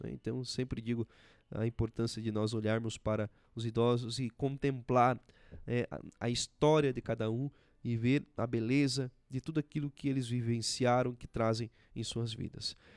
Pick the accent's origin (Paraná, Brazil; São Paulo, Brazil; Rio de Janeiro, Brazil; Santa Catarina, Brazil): Paraná, Brazil; Itaperuçu; moved away; lá em Itapeiruçu, na minha cidade natal.